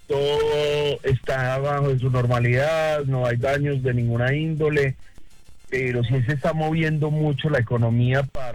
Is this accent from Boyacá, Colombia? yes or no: no; Caldas, Colombia